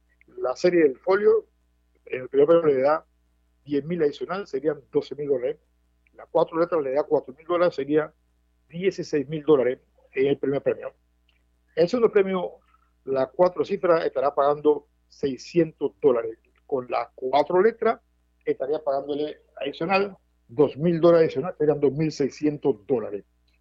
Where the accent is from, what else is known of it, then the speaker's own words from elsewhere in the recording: Panama; born there; somos panameños de nacimiento